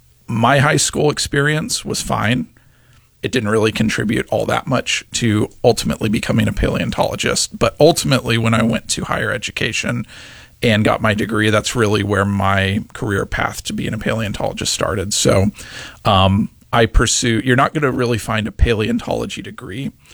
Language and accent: English; Texas, United States; moved away as an adult; also born or lived in Kansas; now in Northeast Wisconsin, United States; Right. So, yeah, I'm a Texas native. I graduated from Texas State, as I mentioned, and I worked at the University of Texas for about 5 years before pursuing my master's degree. And that took me north into Kansas.